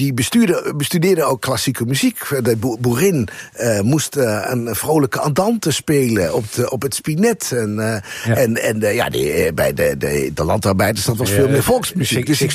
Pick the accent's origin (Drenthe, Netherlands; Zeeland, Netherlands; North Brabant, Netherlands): Drenthe, Netherlands; Ja, ik ben Drent, ja.